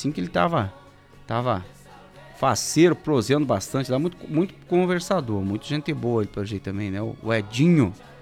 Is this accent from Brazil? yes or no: yes; Brazil; lá vizinho, lá onde nós moramos, nós nascemos, lá nos cafundó do Santana.